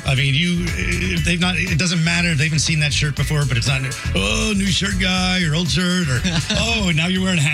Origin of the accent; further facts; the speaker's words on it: Northeast, United States; I grew up in the Northeast.